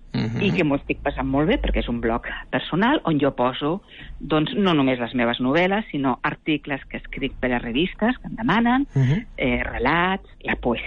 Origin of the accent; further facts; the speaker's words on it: Catalonia, Spain; No, jo sóc del Vallès Oriental.